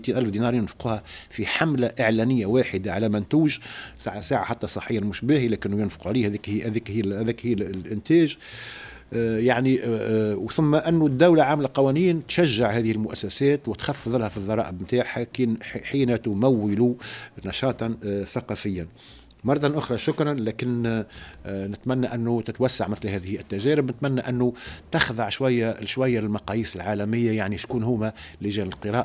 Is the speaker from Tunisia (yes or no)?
yes; Tunisia; عندنا في تونس